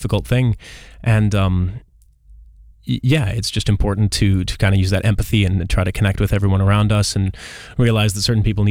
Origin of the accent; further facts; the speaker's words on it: Ontario, Canada; moved away as an adult; also born or lived in Saskatchewan, Canada; now in United Kingdom; So I'm from Saskatchewan, Canada. Originally, I grew up in Northern Ontario and then moved over here for drama school in about 2016.